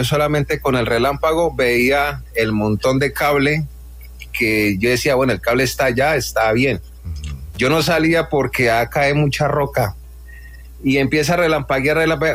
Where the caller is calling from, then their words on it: Cali, Valle del Cauca, Colombia; Yo estoy por acá en Cali, pero estoy por el kilómetro 30, en una finca, vivo por acá